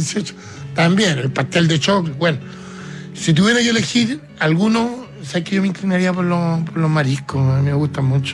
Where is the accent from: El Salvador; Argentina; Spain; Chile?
Chile; Es que yo soy bien chileno